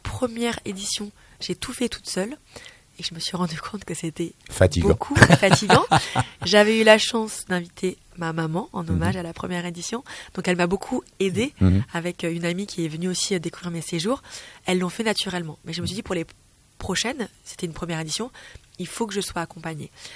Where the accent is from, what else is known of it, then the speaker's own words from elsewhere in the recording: France; Moi, j'ai la double culture. Je suis née et j'ai grandi en France, mais mes deux parents sont malgaches.